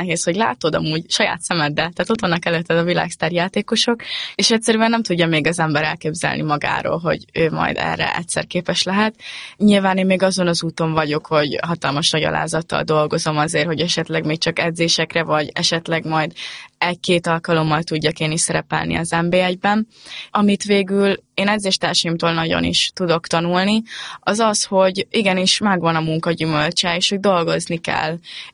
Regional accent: Győr, Győr-Moson-Sopron, Hungary; én nem is vagyok kolis, szóval én Győr mellett lakom, és hogy adott ott ez a lehetőség, hogy lényegében a szülővárosomba tudok kézilabdázni

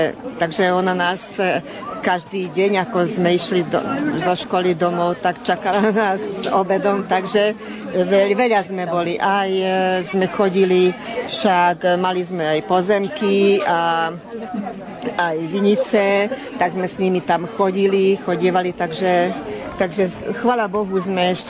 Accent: Hungary; Ja som rodená Gutianka, takže my sme sa doma schovárali s nimi po slovensky.

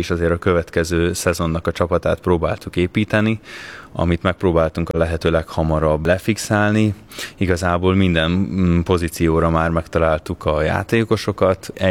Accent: Komló, Baranya, Hungary; born or raised there

